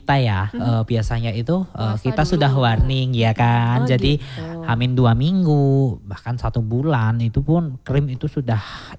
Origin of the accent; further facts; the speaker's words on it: Karanganyar, Central Java, Indonesia; kita warga Karanganyar